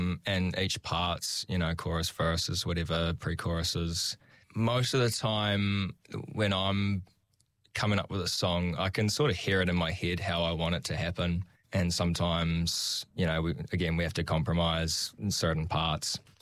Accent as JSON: {"language": "English", "town": "Invercargill", "region": "Southland", "country": "New Zealand", "moved": "as an adult", "lives_now": "Christchurch, New Zealand", "said": "I'm actually from Invercargill, so I only met them when I moved up here to Christchurch."}